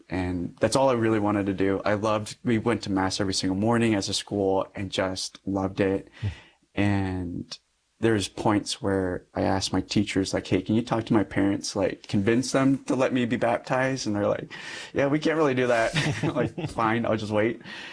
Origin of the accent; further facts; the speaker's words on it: Lincoln, Nebraska, United States; born there; I was the only one born in Lincoln.